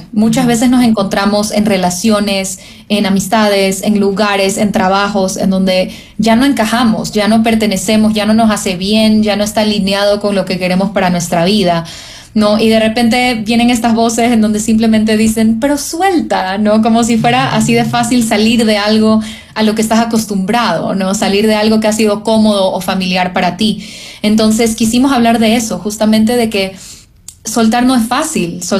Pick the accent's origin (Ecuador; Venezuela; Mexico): Ecuador; moved away; ¿y de dónde eres tú? Y yo, de Ecuador.